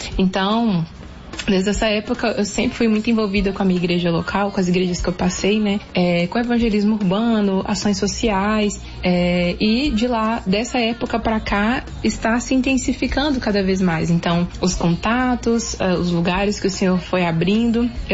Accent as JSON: {"language": "Portuguese", "town": "Belo Horizonte", "region": "Minas Gerais", "country": "Brazil", "lives_now": "Marajó, Brazil", "said": "Eu sou de BH, morava em BH até então, e me direcionar a um campo missionário. Foi assim que eu parei aqui no Marajó."}